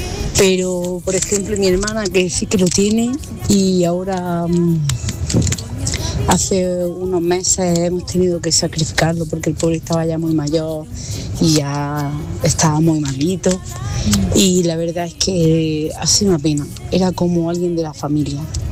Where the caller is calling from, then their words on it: Almería, Andalusia, Spain; de Almería.